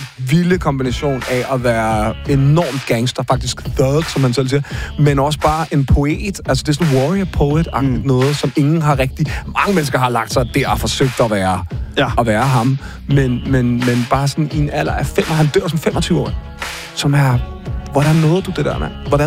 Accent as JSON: {"language": "Danish", "town": "Hundige", "region": "Zealand", "country": "Denmark", "tie": "born or raised there", "said": "Jeg er jo Hundi-barn, og jeg er også 90'er-barn"}